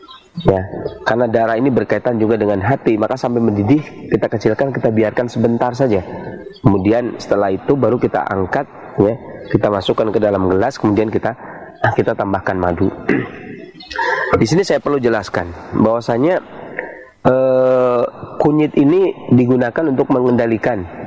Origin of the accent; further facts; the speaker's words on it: Indonesia; Berbeda dengan orang-orang di negeri kita, Jawa itu jamunya keruh